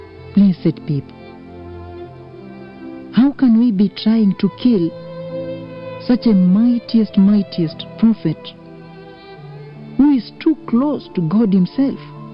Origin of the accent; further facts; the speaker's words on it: Kenya; How I repent, I really repent. … as a Kenyan.